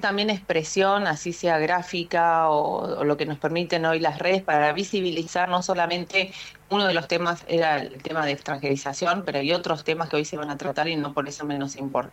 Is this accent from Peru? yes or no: no; Argentina; nos pasa también a nosotros en Buenos Aires. Somos argentinos